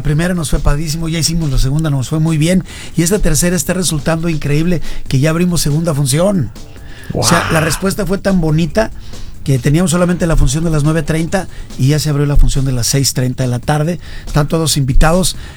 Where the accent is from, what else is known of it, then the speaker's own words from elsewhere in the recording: León, Guanajuato, Mexico; now in Guadalajara, Mexico; Guanajuato, sí, lo que pasa es que yo tengo más años viviendo aquí que en mi tierra.